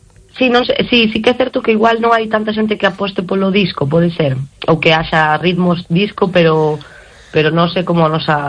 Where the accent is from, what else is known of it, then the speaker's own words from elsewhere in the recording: Argentina; veño de Argentina